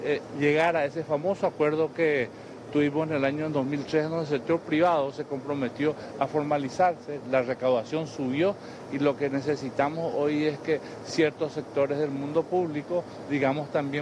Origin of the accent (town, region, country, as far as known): Paraguay